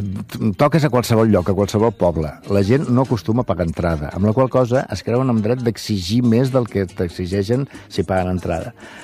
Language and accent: Catalan; Tarragona, Catalonia, Spain; also born or lived in Barcelona; jo als 5 anys ja estava a Tarragona i sóc d'allà